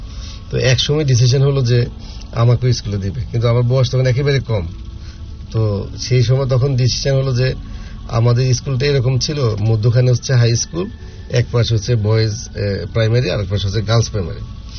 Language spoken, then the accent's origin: Bangla; Lakshmipur, Chittagong Division, Bangladesh; আমি তো গ্রামের ছেলে, লক্ষ্মীপুরের একটা গ্রামে আমার জন্ম, তো সেখান থেকে বড় হয়।